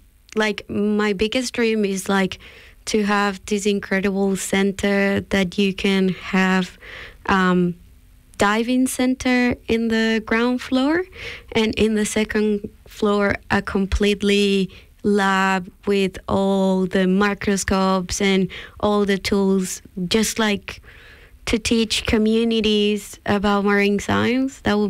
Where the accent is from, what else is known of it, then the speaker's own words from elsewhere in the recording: Colombia; I come from South America, and Colombia has a very big gap between like people in general.